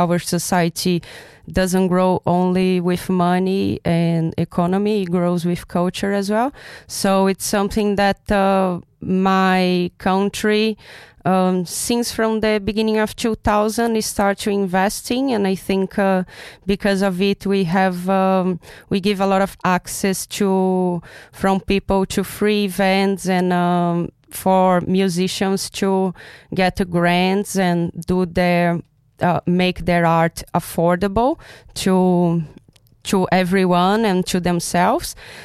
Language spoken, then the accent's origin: English; Rio de Janeiro, Brazil; English is a second language; moved away; because I'm from Rio de Janeiro